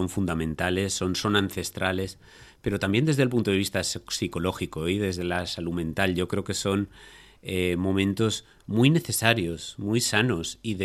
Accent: Huesca, Aragon, Spain; born there; yo nací en Huesca, o sea que no tengo nada más que decir, ¿no?

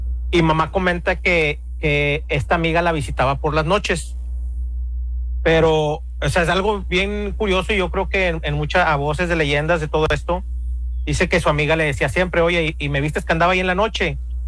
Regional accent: Monterrey, Nuevo León, Mexico; born there; Yo soy nacido aquí en Monterrey.

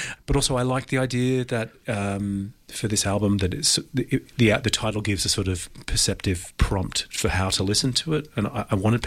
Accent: Greenwich, London, United Kingdom; born or raised there

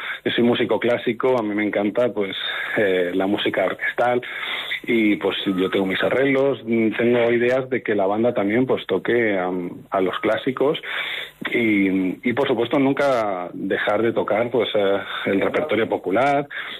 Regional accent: Madridejos, Castilla-La Mancha, Spain; Castilla-La Mancha, que es mi tierra. Yo soy toledano, soy de una población que se llama Madridejos.

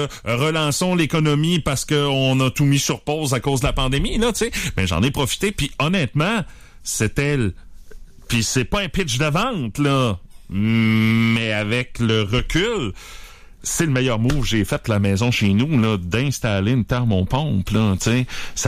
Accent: Rimouski, Quebec, Canada; J'ai grandi à Pointe-au-Père et à Rimouski-Est. J'ai même des microclimats là, dans le secteur de Rimouski.

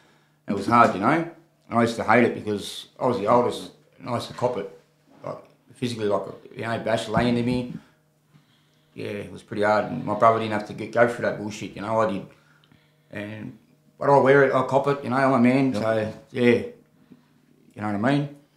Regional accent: New South Wales, Australia; You know, moved down Wollongong when I was 10, 11, and I've been back and forth from Sydney to Wollongong, and I grew up in North, so in the boys' homes

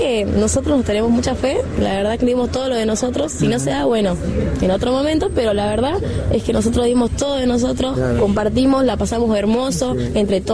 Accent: Jujuy, Argentina

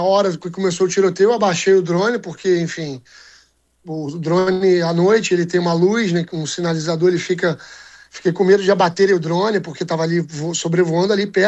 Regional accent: Rio de Janeiro, Brazil; Eu sou carioca, estou acostumado a sair de madrugada sempre

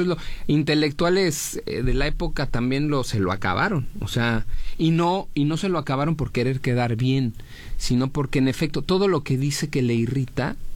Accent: Mexico; Entonces los mexicanos tenemos un conflicto con ese tema de la aceptación.

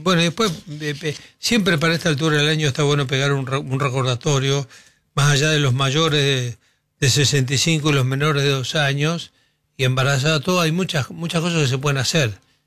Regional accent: Argentina; Y somos argentinos.

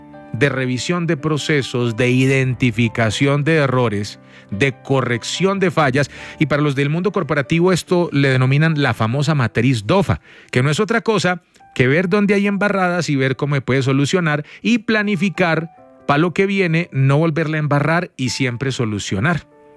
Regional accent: Colombia; Soy ciudadano colombiano. Por cédula, nací el 01-01 de 1980.

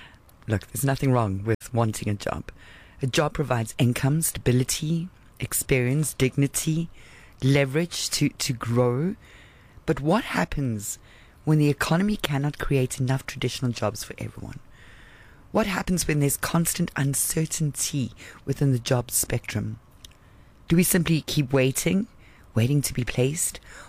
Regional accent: South Africa; as a South African, we certainly have no shortage of problems to solve.

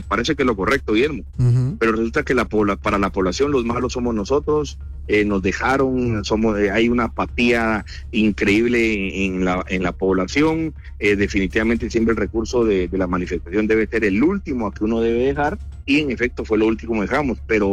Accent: Guatemala; No compro cosas extraordinarias, soy un guatemalteco común y corriente.

